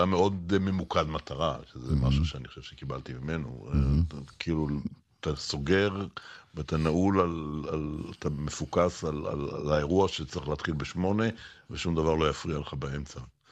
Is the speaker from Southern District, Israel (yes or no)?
no; Tel Aviv, Tel Aviv District, Israel; moved away as an adult; now in Herzliya, Israel; אני התרחקתי מתל אביב, אני גר בהרצליה